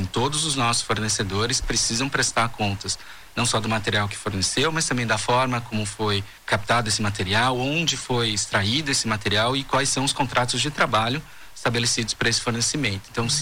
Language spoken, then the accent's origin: Portuguese; Brazil; demande de nós como brasileiros, de que a gente tenha a consciência e a responsabilidade de realmente conseguir a melhor negociação global para que o país possa ser competitivo na cadeia global